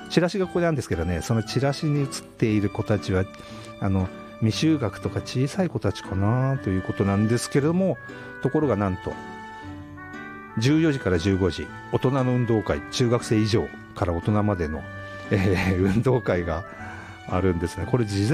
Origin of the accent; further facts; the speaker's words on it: Chiba, Japan; moved away; 私も千葉育ちなんですけど、九十九里の浜ではよく遊んでたんですけれども、